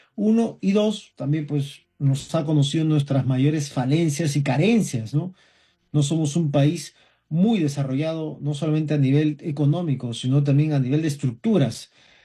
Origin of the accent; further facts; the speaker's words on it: Peru; cómo pensamos los peruanos